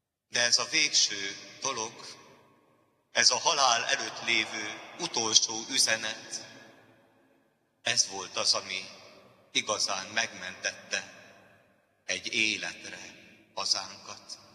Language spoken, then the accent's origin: Hungarian; Hungary; Igenis, magyarok vagyunk.